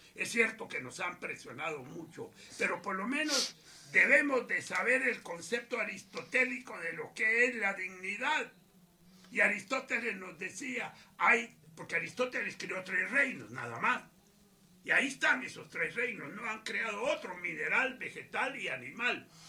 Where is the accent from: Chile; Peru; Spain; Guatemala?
Guatemala; me fui a conocer el país del mundo y no conocía mi tierra maravillosa.